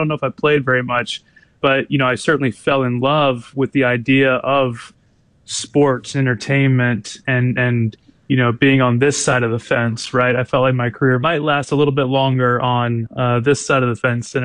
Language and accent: English; Florida, United States; also born or lived in North Carolina; I think, you know, as many who grew up in the Southeast, I grew up in Florida and then North Carolina.